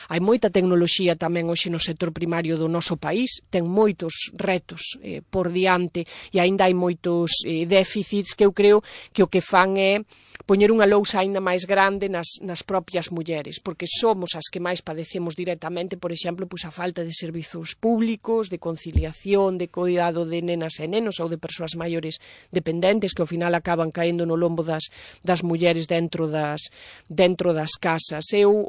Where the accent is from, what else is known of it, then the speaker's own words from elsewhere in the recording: Ribeira de Piquín, Galicia, Spain; eu son da Ribeira de Piquín, vamos, que ademais eu vivín hasta os 18 anos nun concello de media montaña.